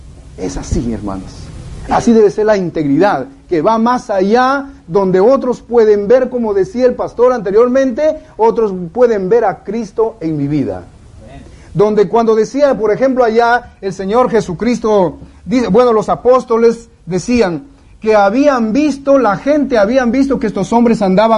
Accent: Peru; now in Lima, Peru; Vengo de Perú, soy peruano. Estoy en la capital, estoy en Lima.

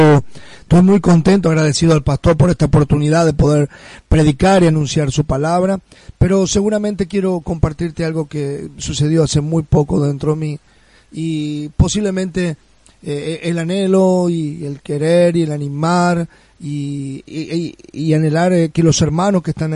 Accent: La Ferrere, Buenos Aires Province, Argentina; Es una tremenda alegría y privilegio poder estar aquí desde Morón. Soy de La Ferrere, oriundo de La Ferrere

